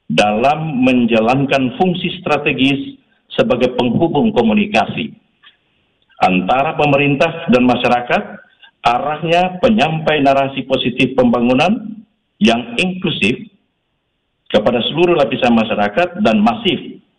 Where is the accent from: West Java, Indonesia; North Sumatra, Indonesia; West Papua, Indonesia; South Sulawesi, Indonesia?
West Papua, Indonesia; Kaimana; Saya mengambil contoh misalnya di kampung saya di Kaimana sana, di Papua Barat.